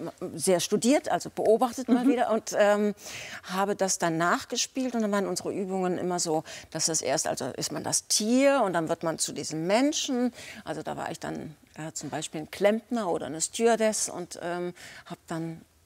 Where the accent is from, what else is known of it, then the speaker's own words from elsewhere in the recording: Berlin, Germany; Ich bin ja in Berlin teilweise aufgewachsen, und aber auch schon im Spandauer Forst.